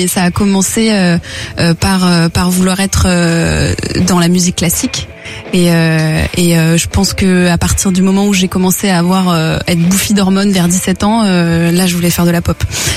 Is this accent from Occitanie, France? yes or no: yes; Narbonne, Occitanie, France; Je viens de Narbonne, donc Narbonne, c'est la petite ville à 1h30 de Toulouse et 1h de Montpellier.